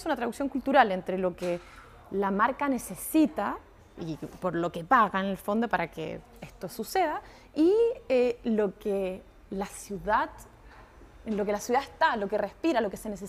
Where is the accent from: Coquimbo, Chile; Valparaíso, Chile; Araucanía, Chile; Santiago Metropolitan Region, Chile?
Santiago Metropolitan Region, Chile; Santiago; moved away; la gran comparación que tengo es con Santiago de Chile, que es donde más voy, de donde vengo, cuando voy a ver a mi familia.